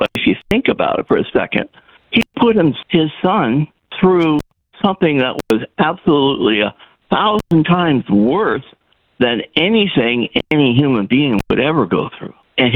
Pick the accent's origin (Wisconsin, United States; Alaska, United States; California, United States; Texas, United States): California, United States; Pasadena; now in North Dakota, United States; I grew up in Pasadena, California